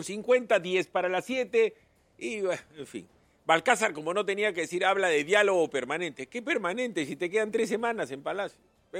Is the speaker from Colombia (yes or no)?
no; Peru; hay una modita que te dice mucho cómo somos los peruanos.